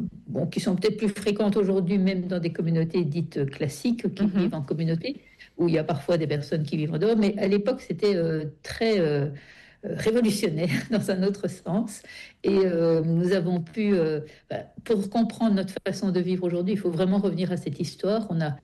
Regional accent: Brussels, Belgium; Je suis de Bruxelles.

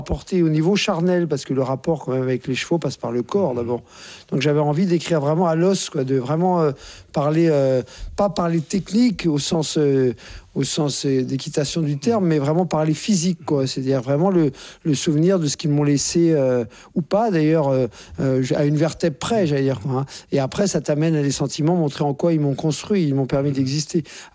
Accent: Courbevoie, Île-de-France, France; born there; je suis né à Courbevoie, donc ce n'est pas une région, comme chacun sait, qui ne pullule pas de chevaux.

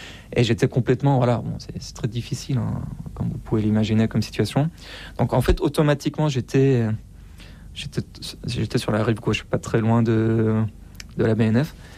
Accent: Iran; moved away; Et voilà, je suis parti un peu comme un voleur. Sauf qu'entre-temps, voilà, quand j'ai quitté l'Iran, très vite, il y a eu le Covid.

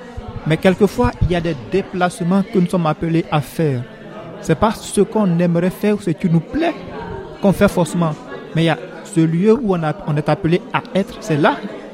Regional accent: Côte d’Ivoire; now in France; je suis en mission en France, mais je suis prêtre originaire de la Côte d'Ivoire.

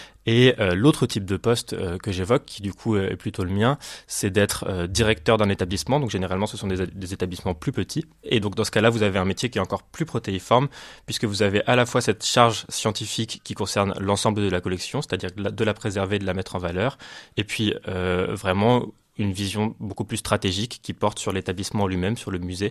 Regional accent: Paris, Île-de-France, France; J'ai grandi à Paris

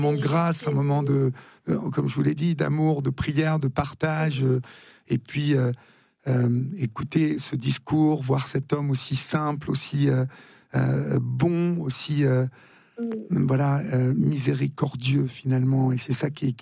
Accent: Paris, Île-de-France, France; Je suis parisien et donc je vois, enfin, j'habite à Paris

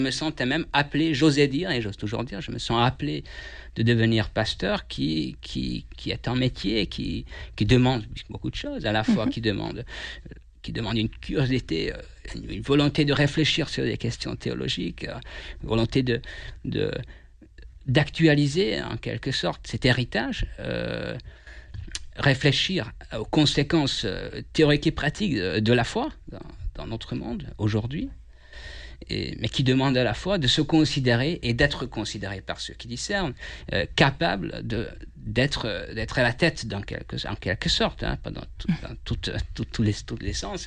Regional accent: Hungary; French is a second language; moved away as an adult; now in France; Moi je suis d'origine hongroise et ça fait bientôt 4 ans que je suis en France. Je suis arrivé dans le cadre d'un échange étudiant Erasmus en août 2022, puisque avant j'étais étudiant à la faculté luthérienne de théologie de Budapest

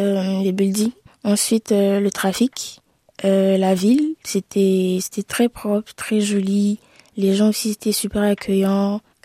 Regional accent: Abidjan, Côte d’Ivoire; j'ai 17 ans. Je suis née en Côte d'Ivoire à Abidjan, à Yopougon, dans la commune. J'ai grandi avec mes parents.

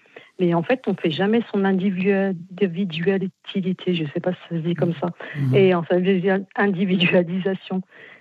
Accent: France; born there; Moi, je suis née en France.

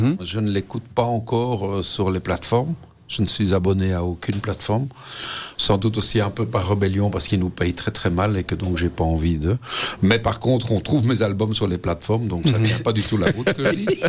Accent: Molenbeek-Saint-Jean, Brussels-Capital Region, Belgium; On vient du même coin, on vient de Molenbeek, on a été dans la même école primaire, la même école secondaire.

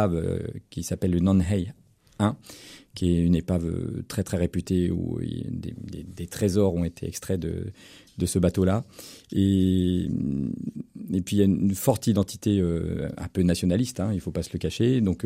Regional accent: France; now in Angers, France; nous en tant que Français

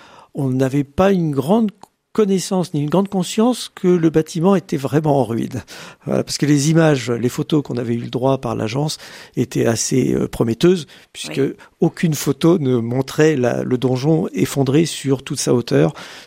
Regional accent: Pays de la Loire, France; born there; Alors moi, de naissance, je suis angevin.

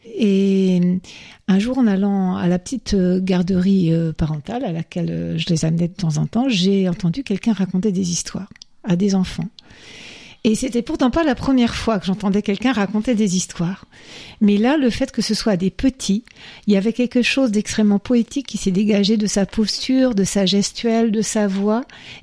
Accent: Lorient, Brittany, France; moved away; also born or lived in south of France; je suis née à Lorient, j'ai grandi à Lorient et j'ai fait le choix de revenir vivre en Bretagne il y a 7 ans

